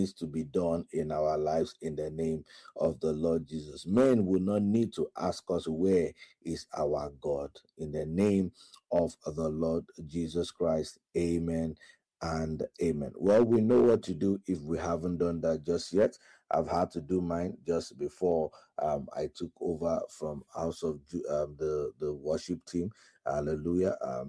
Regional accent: Osogbo, Osun, Nigeria; now in Abuja, Nigeria; Ray Power 95.1 in Oshobo, that's my hometown.

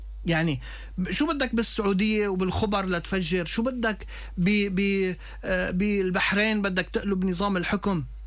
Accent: Lebanon; كلبناني وكسني وكعربي

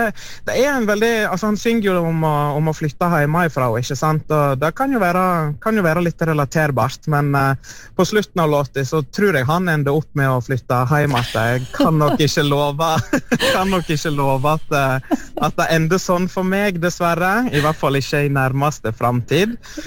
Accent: Solvorn, Vestland, Norway; now in Bergen, Norway; jeg er fra Solvorn og fra Sogn

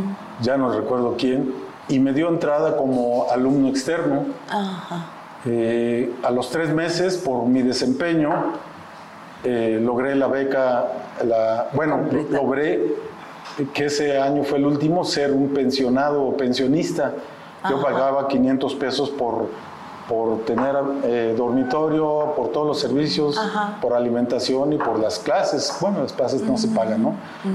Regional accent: Reynosa, Tamaulipas, Mexico; Bueno, pues soy originario del estado de Tamaulipas, específicamente de la ciudad de Reynosa. Soy el tercero de 7 hermanos, los 3 primeros de Reynosa

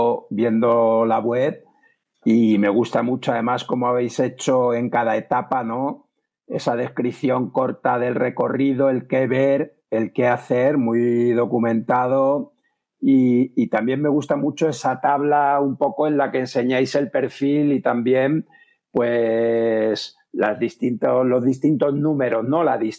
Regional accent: Extremadura, Spain; hablo ya como extremeño

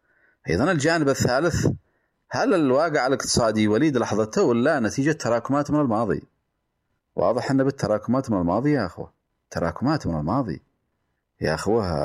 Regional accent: Yemen; نثبت وجودنا في العالم كله كيمنيين

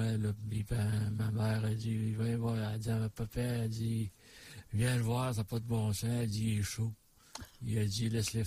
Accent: Quebec City, Quebec, Canada; Je viens de Québec.

